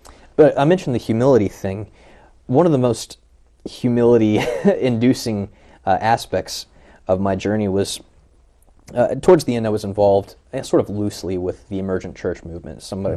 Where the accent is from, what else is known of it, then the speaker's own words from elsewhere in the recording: Bible Belt, United States; moved away; also born or lived in Cincinnati; we come from the Bible Belt where the preaching is just dynamic.